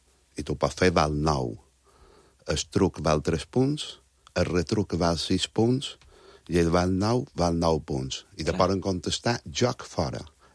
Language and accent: Catalan; Montuïri, Balearic Islands, Spain; un joc tradicional que tenim al meu poble, que és Montuïri